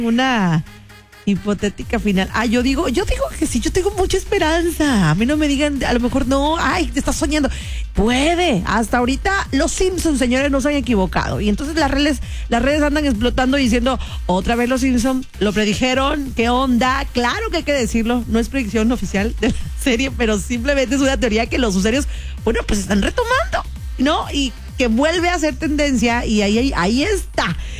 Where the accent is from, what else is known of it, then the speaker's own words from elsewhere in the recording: Mexico; la emoción que al final del día estamos viviendo como afición mexicana.